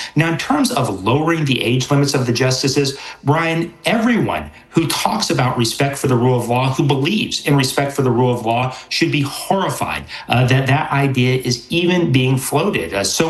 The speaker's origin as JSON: {"language": "English", "region": "Florida", "country": "United States", "tie": "born or raised there", "said": "My home state for Florida, for instance, has very specific requirements about the compactness of the districts"}